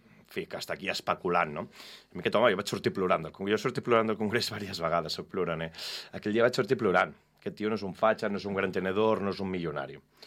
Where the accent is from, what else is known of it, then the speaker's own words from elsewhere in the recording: Sant Feliu, Catalonia, Spain; A mi Sant Feliu em tira molt. A mi el meu poble em tira molt.